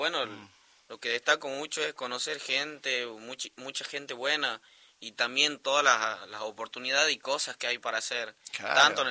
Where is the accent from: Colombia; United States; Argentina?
Argentina; Alderete, Tucumán; yo soy tucumano con orgullo.